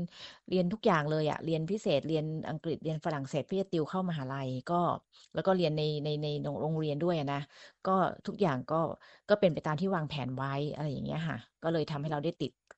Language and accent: Thai; Lampang, Thailand; คนลำปางใช่แล้วก็เรียนที่ลำปางตลอดตั้งแต่อนุบาลยันมัธยม